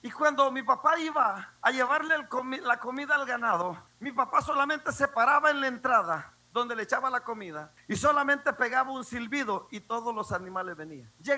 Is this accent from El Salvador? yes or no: yes; El Salvador; En el tiempo de la guerra, en mi país, El Salvador